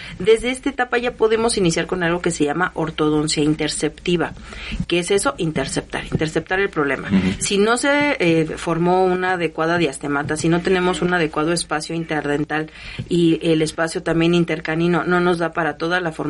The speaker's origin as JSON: {"language": "Spanish", "country": "Mexico", "said": "hoy es el momento de apoyar como mexicanos"}